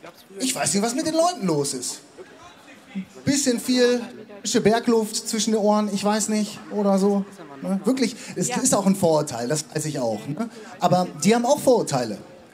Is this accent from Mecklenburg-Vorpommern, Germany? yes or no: no; North Rhine-Westphalia, Germany; ich komme aus dem Ruhrgebiet